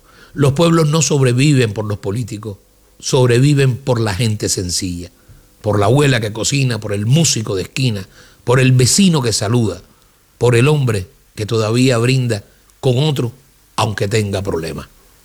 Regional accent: Cuba; quiero hablarles como un cubano.

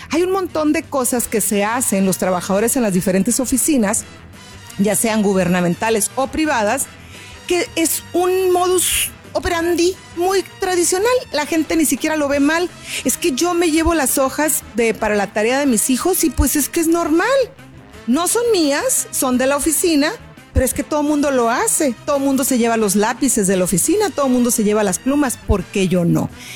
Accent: Mexico; porque bueno, finalmente somos mexicanas y tenemos que hablar de esto

